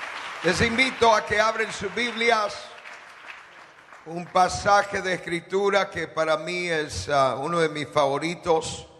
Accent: Guatemala; Yo crecí en Latinoamérica y uno de los deportes más favoritos es el fútbol. Veo que también les gusta aquí. Aleluya.

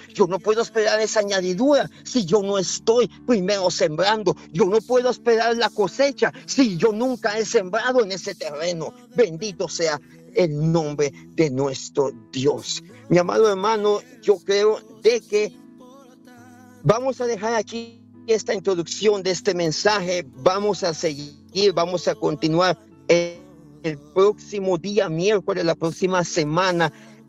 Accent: Guatemala; como decimos nosotros en Guatemala

